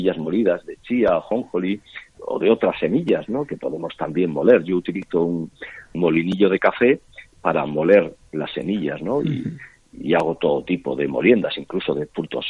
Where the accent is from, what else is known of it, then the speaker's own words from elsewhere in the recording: Galicia, Spain; en Galicia, que es mi tierra